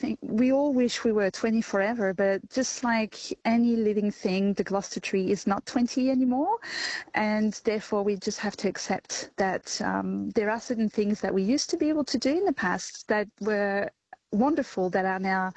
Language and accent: English; Auvergne-Rhône-Alpes, France; English is a second language; Yes, in fact, I grew up in the French Alps, so as far as I can remember, I was climbing cliffs and trees.